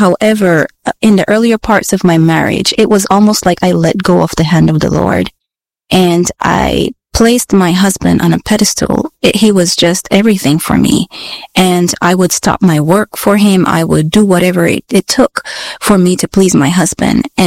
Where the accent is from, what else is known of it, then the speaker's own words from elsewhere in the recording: Belize; moved away as an adult; now in United States; Belize is my home country. That's where my family is, my friends, everybody's at.